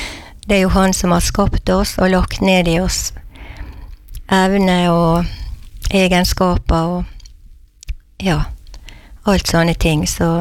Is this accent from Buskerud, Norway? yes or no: no; Brattvåg, Møre og Romsdal, Norway; now in Ellingsøya, Norway; egentlig så er jeg fra Brattvåg, der jeg vokste opp.